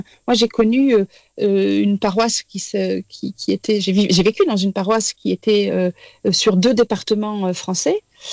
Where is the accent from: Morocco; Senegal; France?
France; chez nous, en France